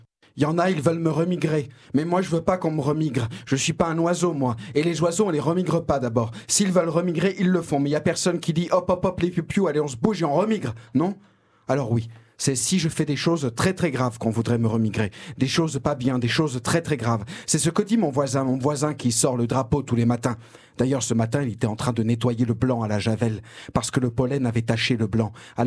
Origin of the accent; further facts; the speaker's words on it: France; Non, parce que oui, je suis français, hein.